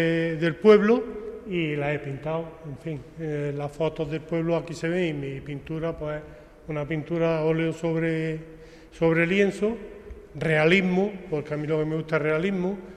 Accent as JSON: {"language": "Spanish", "town": "Granada", "region": "Andalusia", "country": "Spain", "moved": "as an adult", "lives_now": "Calahonda, Spain", "said": "en mi pueblo desde hace 30 y tantos años, un pueblo adoptivo porque yo soy de Granada"}